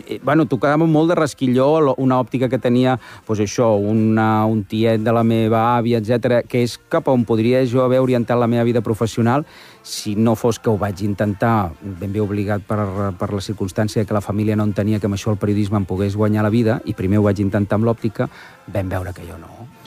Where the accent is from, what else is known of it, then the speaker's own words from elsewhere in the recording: Barcelona, Catalonia, Spain; al Poble Nou, que jo sempre dic que sóc del Poble Nou abans que fos guai